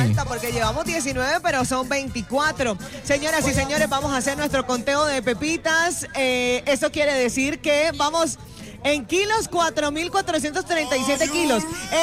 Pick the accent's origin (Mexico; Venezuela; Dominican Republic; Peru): Venezuela; now in Colombia; El corazón cuando salí de Venezuela, ¿verdad?